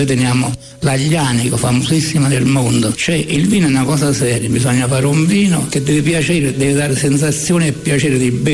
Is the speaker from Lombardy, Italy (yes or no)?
no; Taurasi, Campania, Italy; Taurasi è tutto, è la mia vita. Io sono nato qua a Taurasi. Io sono vissuto qua, sono stato qua, ho fatto tante per Taurasi